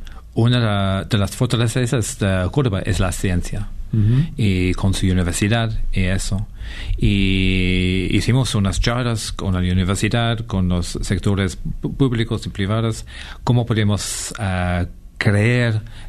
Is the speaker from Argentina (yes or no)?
no; England, United Kingdom; Spanish is a second language; Obvio que no. Porque soy inglés.